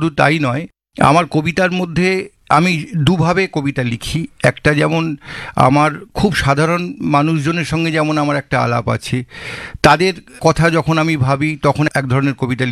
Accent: Dhaniakhali, West Bengal, India; বেড়ে ওঠা ধনেখালি, ধনিয়াখালি, তাঁতের শাড়ি যে সেই জায়গাতে আমার বেড়ে ওঠা।

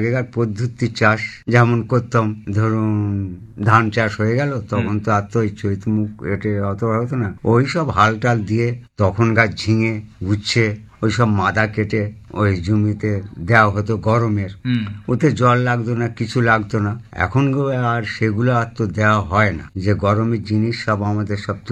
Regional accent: Pranballavpur, West Bengal, India; born or raised there

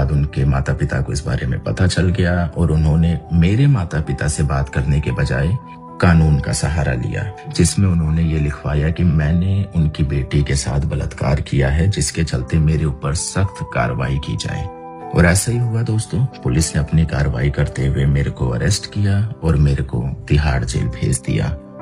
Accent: Delhi, India; मैं दिल्ली का रहने वाला हूँ।

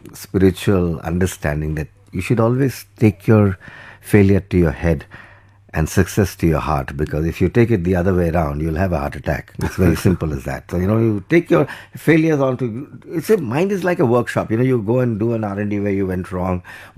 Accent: Delhi, India; born there; I'm from Morden.

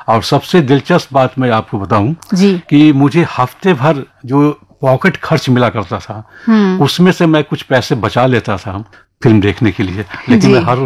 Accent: Bihar, India; born there; also born or lived in Sitamarhi (ancestral); मेरा जन्म बिहार में हुआ है। बिहार का एक बहुत ही प्रसिद्ध जिला है, बहुत ही प्रसिद्ध साहित्यकार हुए हैं फणीश्वरनाथ रेणु, जिन्होंने मैला आंचल जैसा उपन्यास लिखा, उनके शहर में मेरा जन्म हुआ।

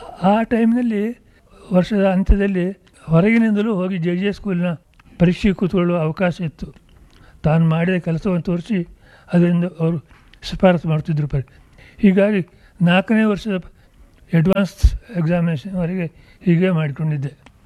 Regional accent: Udupi, Karnataka, India; moved away as an adult; also born or lived in Kattingeri, Udupi district / Mysore / Mumbai; ನಾನು ಹುಟ್ಟಿದ ಗುಡಿಸಲಿಗೆ ಮಾತ್ರ ಹೋಗಿ ಬಂದಿದ್ದೆ. ಅಲ್ಲಿ ಅದನ್ನೆಲ್ಲ ಬಿಟ್ಟು ಉಡುಪಿಗೆ ಬಂದೆವು. ಹೈಸ್ಕೂಲ್ ಶಿಕ್ಷಣ ಮುಗಿದ ನಂತರ ಮೈಸೂರಿಗೆ ಬಂದೆ.

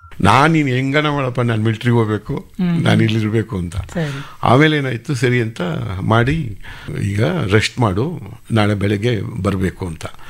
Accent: Bengaluru, Karnataka, India; Sir ನಾನು Bengaluru Karnataka sir.

